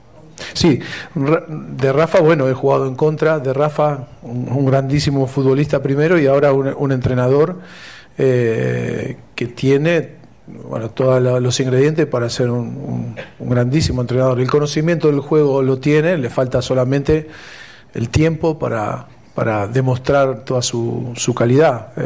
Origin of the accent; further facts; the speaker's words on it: Argentina; Pero bueno, siendo argentino está claro